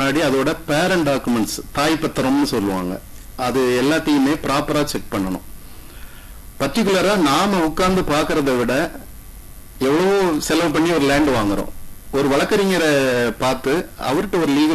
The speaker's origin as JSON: {"language": "Tamil", "town": "Valliyur", "region": "Tamil Nadu", "country": "India", "tie": "born or raised there", "said": "எனது சொந்த ஊர் நெல்லை மாவட்டம் வள்ளியூர். நான் 1994 முதல் வள்ளியூர் உரிமையியல் நீதிமன்றத்தில் வழக்கறிஞராக பணி செய்து வருகிறேன்."}